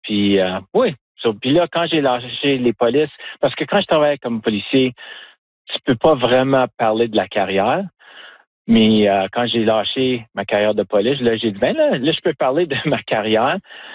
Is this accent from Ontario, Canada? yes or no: yes; Timmins, Ontario, Canada; je viens de Timmins. J'entraîne des policiers partout au Canada et aux États-Unis. Mais moi, je vis à Timmins. Je suis policier ici à Timmins. Je travaille ici. Ma famille est ici.